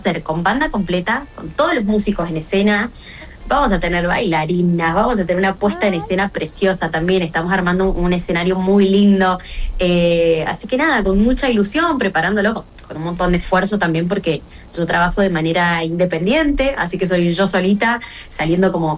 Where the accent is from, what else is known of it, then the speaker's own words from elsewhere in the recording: Mendoza, Argentina; yo no soy ninguna cipaya, soy bien mendocina.